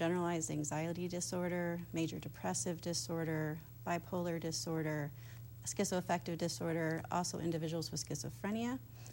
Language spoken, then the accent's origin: English; Steuben County, New York, United States; also born or lived in Ohio; I'm originally from Steuben County here in New York State.